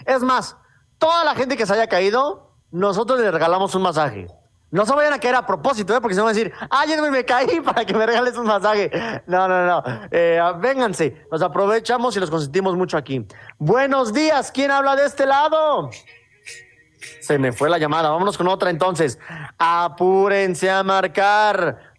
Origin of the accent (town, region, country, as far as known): Mexico